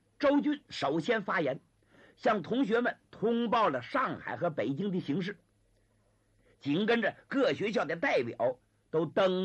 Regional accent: Liaoning, China; 我本身也是辽宁人

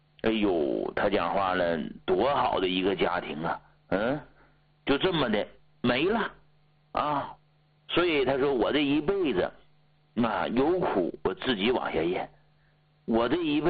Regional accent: Heilongjiang, China; moved away; 我老家黑龙江的，前些年呢回去过，回老家

